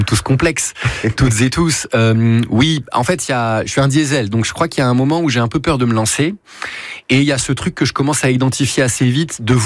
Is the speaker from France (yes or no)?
yes; Bordeaux, Nouvelle-Aquitaine, France; Nous, on est de Bordeaux.